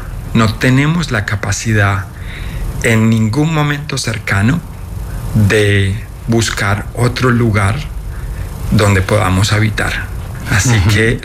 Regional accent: Colombia; como colombiano yo creo que muchos, sobre todo de mi generación, fuimos víctimas y llevamos consigo esas cicatrices del conflicto.

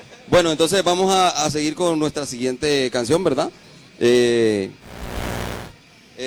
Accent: San Pedro Sula, Cortés, Honduras; porque yo soy de San Pedro Sula y ellos son de Tegucigalpa, la capital.

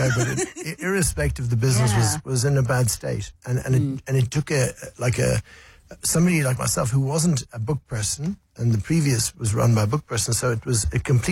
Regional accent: South Africa; So South Africa is home. It's home for me and my family, and it's been very good to me. And I'm absolutely a South African bear.

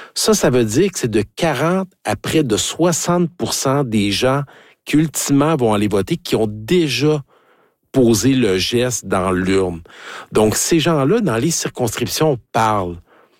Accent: Quebec, Canada; Et ça arrive jusque dans mon coin de pays, dans Richmond, dans Arthabasca.

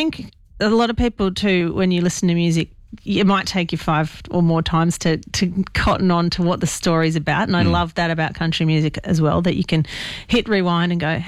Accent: Mascot, New South Wales, Australia; I am a girl from Mascot, and everyone knows Mascot because that's where the airport is.

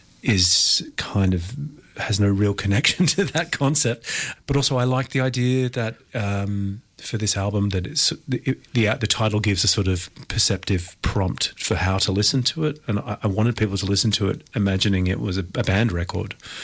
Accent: Greenwich, London, United Kingdom; Quite close to here, actually. I grew up in Greenwich.

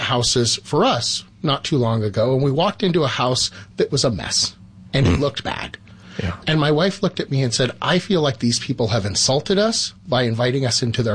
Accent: California, United States; I grew up out in the Inland Empire and out here towards L.A.

